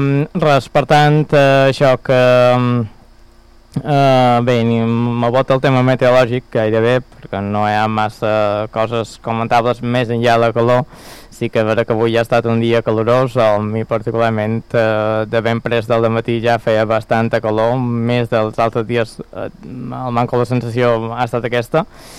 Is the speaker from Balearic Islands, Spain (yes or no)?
yes; Mallorca, Balearic Islands, Spain; som mallorquins, som d'aquí